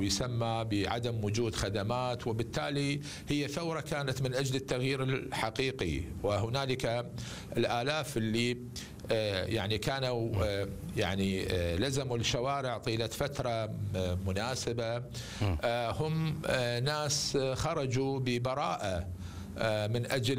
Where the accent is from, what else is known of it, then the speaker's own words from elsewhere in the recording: Iraq; نحن نعتقد كعراقيين